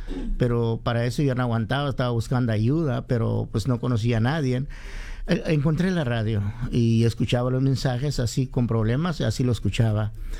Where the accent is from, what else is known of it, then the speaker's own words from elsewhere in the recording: Guatemala; moved away as an adult; soy de Guatemala.